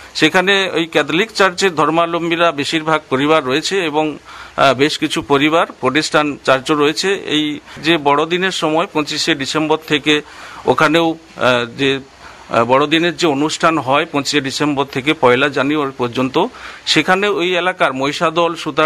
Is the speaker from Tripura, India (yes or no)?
no; West Bengal, India; আমাদের গ্রামটি খুব মনোরম গ্রাম, যে গ্রামীণ যে পরিবেশ সেই গ্রামীণ পরিবেশ রয়েছে। তো এখানে এই যে ঐতিহ্যপূর্ণ গ্রাম, এই গ্রামটি মহিষাদলের যে ইতিহাস, যে মহিষাদলের যে রাজবাড়ি, সেই ইতিহাসের সঙ্গেও